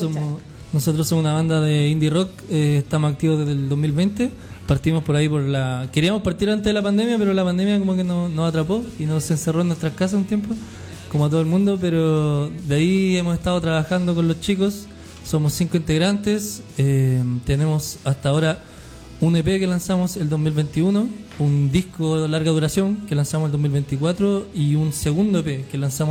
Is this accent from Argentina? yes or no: no; Concepción, Biobío, Chile; para nosotros que somos de Conce